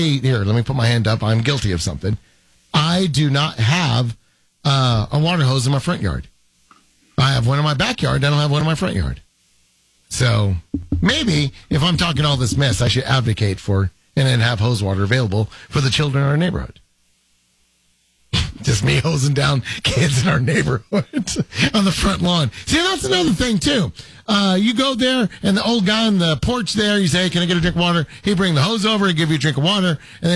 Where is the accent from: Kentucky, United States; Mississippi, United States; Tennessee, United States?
Tennessee, United States; But I'm from Tennessee.